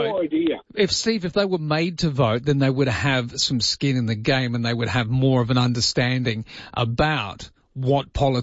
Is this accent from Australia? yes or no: yes; Perth, Western Australia, Australia; when I was growing up in Perth at the age of 15 or 16